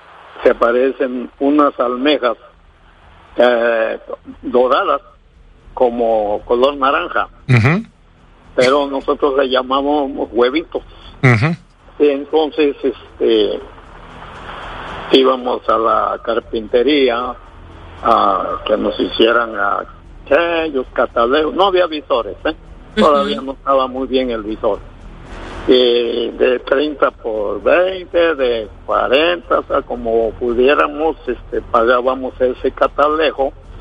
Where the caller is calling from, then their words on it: Veracruz, Mexico; De Playa Linda.